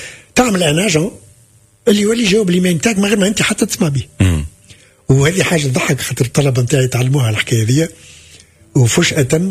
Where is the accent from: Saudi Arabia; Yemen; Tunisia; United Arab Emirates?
Tunisia; moved away as an adult; انا جاي من تونس